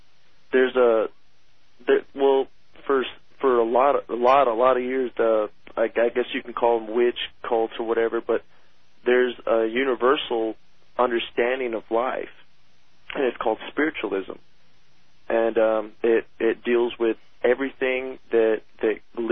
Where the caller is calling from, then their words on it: Houston, Texas, United States; I'm from Houston, Texas.